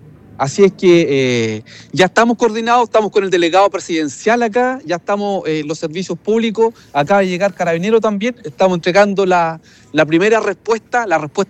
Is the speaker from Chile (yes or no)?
yes; Chile; yo se lo digo ya no como alcalde, como vecino, como chileno común y corriente, yo no sé qué pasó.